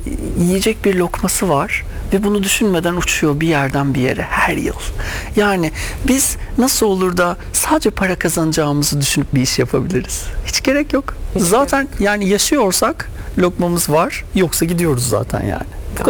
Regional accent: İzmir, Turkey; Bir gün ben İzmirliyim. Kemeraltı diye bir şeyimiz vardır, semtimiz, yerimiz vardır.

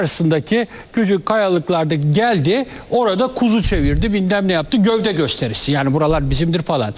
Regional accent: Famagusta, Famagusta District, Cyprus; benim memleketim Mausa'nın Kapalımaraş bölgesinde

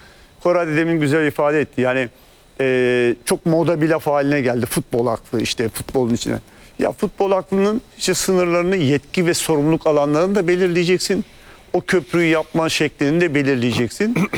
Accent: Kadıköy, Istanbul, Turkey; Yani bir asıra yaslanan bir aidiyet duygum var. İyi bir Kadıköy'lüyüm, iyi bir Fenerbahçeliyim.

